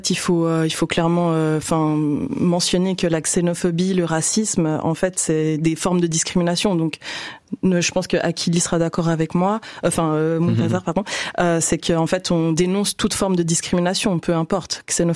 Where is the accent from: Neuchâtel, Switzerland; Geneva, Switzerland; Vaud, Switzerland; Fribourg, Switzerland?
Geneva, Switzerland; j'ai grandi ici en Suisse, à Genève, donc j'avais aussi des biais racistes